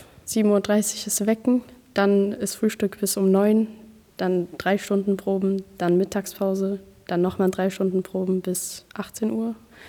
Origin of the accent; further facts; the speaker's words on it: Leipzig, Saxony, Germany; ich bin 18 Jahre alt. Ich bin in Leipzig aufgewachsen